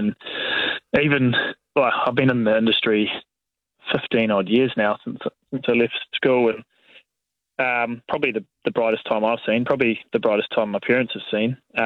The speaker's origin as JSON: {"language": "English", "region": "Wellington", "country": "New Zealand", "tie": "born there", "said": "I guess growing up here, I got used to a bit of the city life, so I enjoy those comforts, but I also enjoy being out in the back of the farm by myself with no one around"}